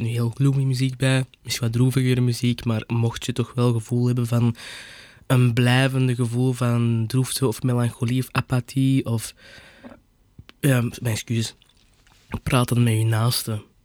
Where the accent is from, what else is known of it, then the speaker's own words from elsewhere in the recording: Belgium; ik heb ooit gelezen dat Belgen gevoeliger zijn, want ik ben ook een Belg